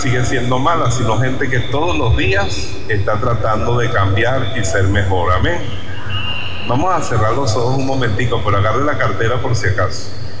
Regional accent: Eastern Venezuela, Venezuela; nuestro país, nuestro oriente venezolano?

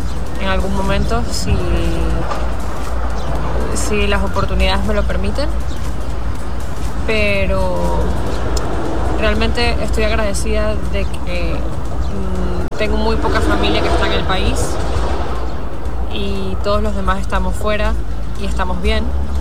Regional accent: Venezuela; moved away

